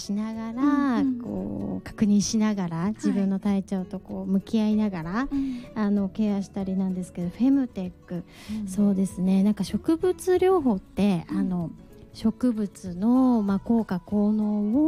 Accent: Aichi, Japan; あれ西山東山私愛知県出身

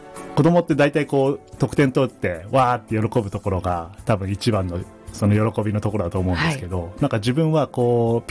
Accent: Maebashi, Gunma, Japan; 前橋出身なんですけど

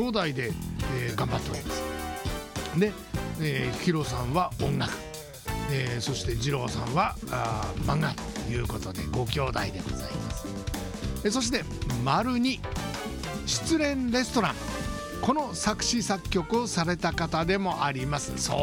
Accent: Fukushima, Japan; 私たち福島県人にとってはね、胸を張って言いたいところでございます。

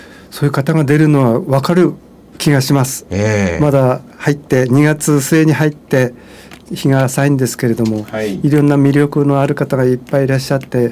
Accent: Hakodate, Hokkaido, Japan; moved away as an adult; also born or lived in Sendai; now in Sapporo, Japan; 私も土産子で函館ですから、

